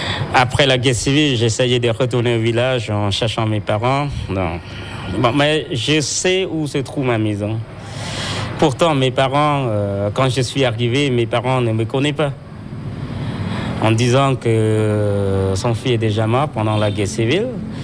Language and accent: French; Cambodia; born there; French is a second language; now in Siem Reap, Cambodia; je suis retourné à mon village natal et j'ai trouvé ma maison, mes parents.